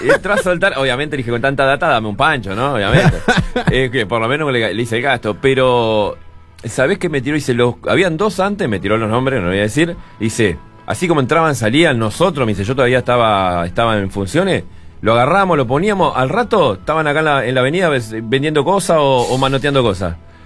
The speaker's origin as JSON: {"language": "Spanish", "region": "Maldonado", "country": "Uruguay", "said": "nosotros andamos de paseo, le somos de Maldonado. Tengo dos hijas en Maldonado."}